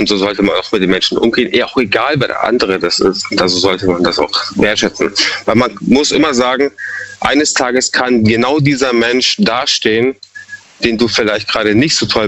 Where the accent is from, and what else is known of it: Munich, Bavaria, Germany; now in Freiburg, Germany